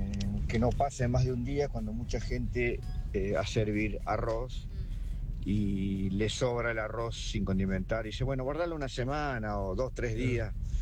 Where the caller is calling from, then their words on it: Caseros, Buenos Aires, Argentina; de Casero